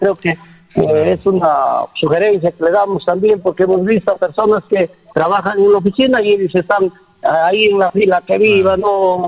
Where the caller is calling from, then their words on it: Peru; Yo ya estoy por los 62 años también y todavía me he ido para allá. Yo soy de Sócrates